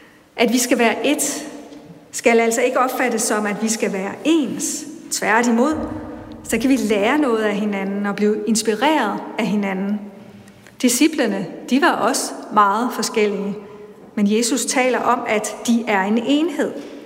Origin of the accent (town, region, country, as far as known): Bangladesh; born or raised there